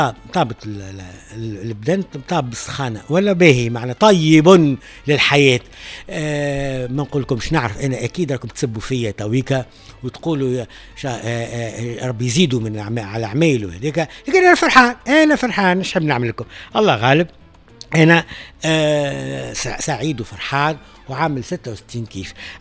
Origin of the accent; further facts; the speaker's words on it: La Goulette, Tunis Governorate, Tunisia; moved away; نروح لبلادي الحلق الواد خير الدين،